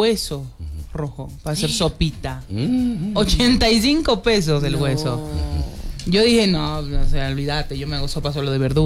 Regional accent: Bolivia; somos latinos, somos bolivianos

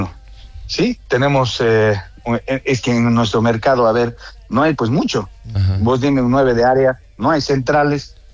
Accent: Bolivia; A mí me llena de orgullo como boliviano y como presidente de un club profesional

